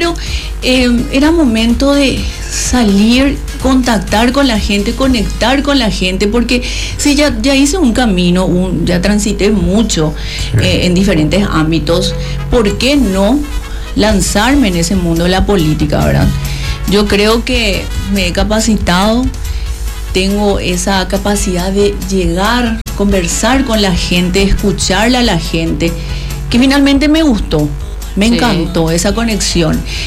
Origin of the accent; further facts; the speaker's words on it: Luque, Central, Paraguay; luqueña, de corazón, criada en la ciudad de Luque, de familia tradicional